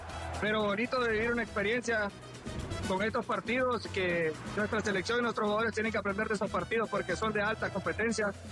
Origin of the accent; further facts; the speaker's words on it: Honduras; Venimos con la camisa del Olimpia para representar nuestro país, Honduras.